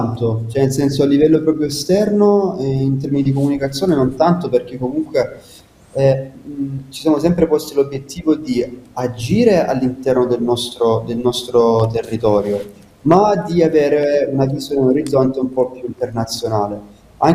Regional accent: Casarano, Apulia, Italy; noi non sapevamo minimamente come si realizza una scarpa tradizionale, nonostante se io e Marco siamo nati e cresciuti a Caserano

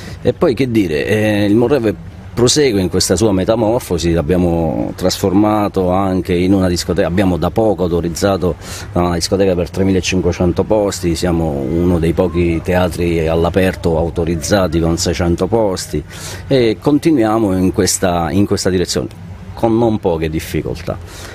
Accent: Molise, Italy; entrambi molisani.

